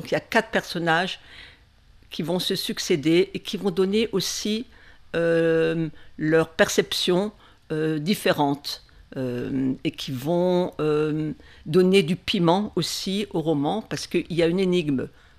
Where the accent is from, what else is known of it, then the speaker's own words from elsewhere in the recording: Grand Est, France; born there; Parce que personnellement, je suis née en Alsace, mais toute petite, j'ai entendu parler de la Tunisie, parce qu'une partie de ma famille y a vécu.